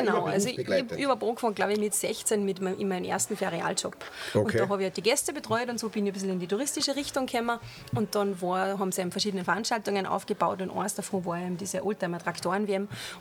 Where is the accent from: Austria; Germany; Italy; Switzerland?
Austria; Fusch, Salzburg; Genau, ich bin dann 5 Jahre in der Modeschule gewesen in Hallein draußen, habe dann maturiert.